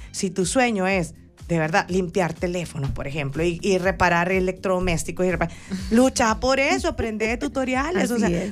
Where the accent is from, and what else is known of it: El Salvador